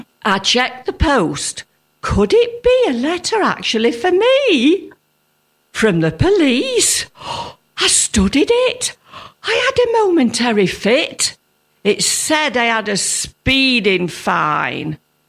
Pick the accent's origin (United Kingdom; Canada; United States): United Kingdom; Manchester, North West England; born there; I was born in Manchester, famous for the football team Manchester United.